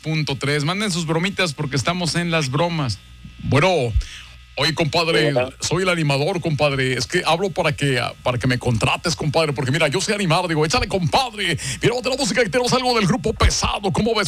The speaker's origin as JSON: {"language": "Spanish", "town": "Torreón", "region": "Coahuila", "country": "Mexico", "said": "No, yo vengo de Torreón, compadre."}